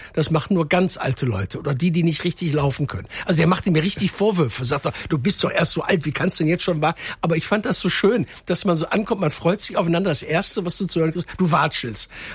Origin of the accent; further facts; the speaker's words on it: Duisburg, North Rhine-Westphalia, Germany; ich komme aus Duisburg